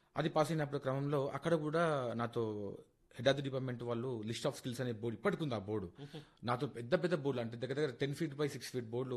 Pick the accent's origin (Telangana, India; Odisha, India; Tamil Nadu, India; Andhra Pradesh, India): Telangana, India; Saidabad; Sir నేను పుట్టింది సైదాబాద్లో sir. So మా అమ్మ డాడీ వచ్చేసి వాళ్ళు చదువుకోలేదు, మా అక్కయ్య కూడా చదువుకోలేదు. సో నన్నే గవర్నమెంట్ స్కూల్లో చదివించారు, మదనపేట హై స్కూల్ అని సైదాబాద్లో ఉండింది.